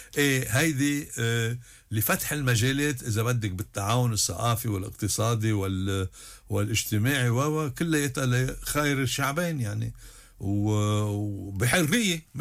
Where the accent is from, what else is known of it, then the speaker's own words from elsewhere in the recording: North Governorate, Lebanon; أنا بعرف طرابلس، أنا ابن الشمال، كان جوهرة بالمطاعم والازدهار